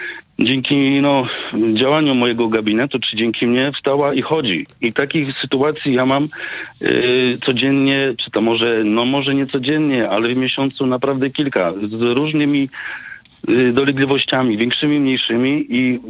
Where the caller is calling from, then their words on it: Gorzów Wielkopolski, Lubusz Voivodeship, Poland; Dzwonię z Gorzowa.